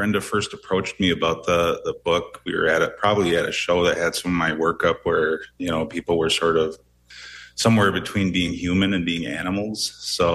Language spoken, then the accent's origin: English; Minneapolis, Minnesota, United States; I grew up in the Twin Cities